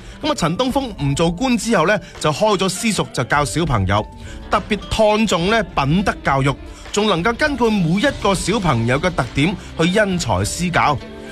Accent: Foshan, Guangdong, China

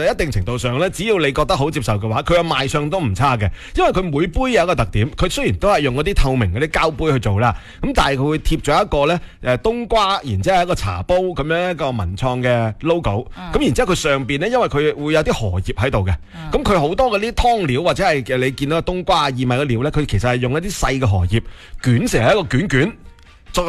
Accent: Foshan, Guangdong, China

